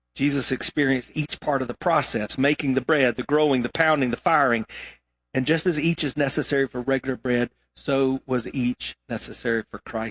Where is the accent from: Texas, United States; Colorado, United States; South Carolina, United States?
South Carolina, United States; And by the way, I grew up in South Carolina, and the Tigers who are playing here in Tampa, I've been cheering for them since I was a little boy.